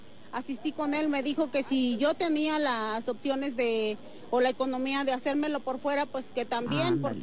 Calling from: Mexico City, Mexico; yo vengo de Xochimilco

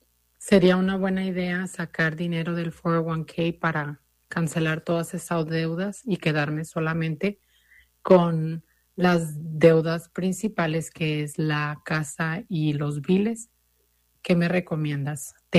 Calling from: El Paso, Texas, United States; hablo de El Paso, Texas

